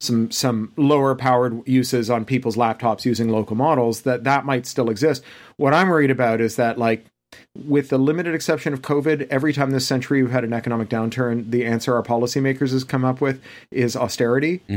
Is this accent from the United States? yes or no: no; Canada; I'm also Canadian, like all the best Americans.